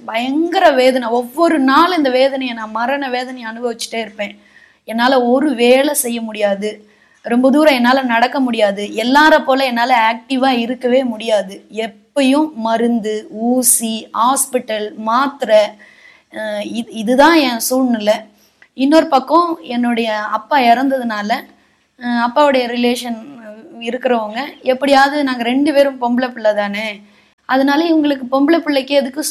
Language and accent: Tamil; Gingee, Tamil Nadu, India; என்னுடைய சொந்த ஊர் வந்து செஞ்சி. செஞ்சிலிருந்து ஒரு 8 கிலோமீட்டர் உள்ள காரானந்தல் அப்படின்ற வில்லேஜ்.